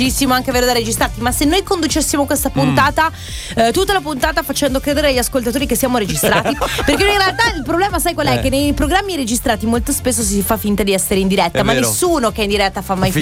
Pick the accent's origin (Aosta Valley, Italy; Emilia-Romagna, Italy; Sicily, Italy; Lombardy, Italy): Sicily, Italy; Catania; first language Sicilian; essendo catanese lo capisco, perché è la mia lingua madre